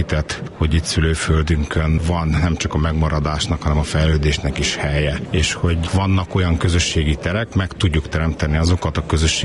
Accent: Partium, Romania; én partiumiként

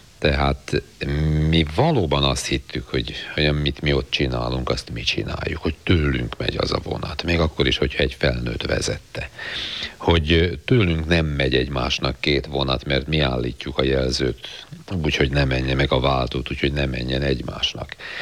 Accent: Budapest, Hungary; mi a Flaszteron nőttünk fel. Én ott laktam a 9-ben, szóval ház, tégla, beton, Flaszter, ott nőttünk föl

